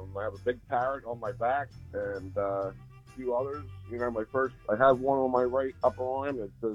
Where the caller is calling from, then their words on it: Philadelphia, Pennsylvania, United States; I'm in the old Richmond. You call it Fishtown. You call it Fort Richmond